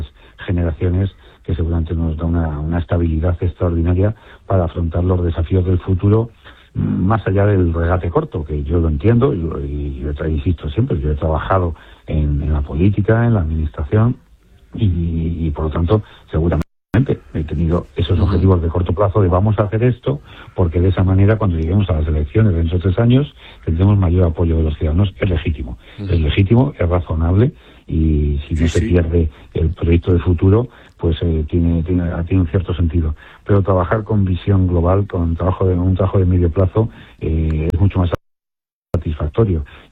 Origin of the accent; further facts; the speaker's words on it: Spain; Y yo creo que los españoles somos generosos.